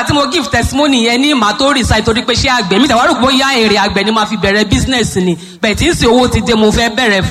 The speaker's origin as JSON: {"language": "Yoruba", "region": "Lagos", "country": "Nigeria", "said": "emi ni mo wa lati Eko"}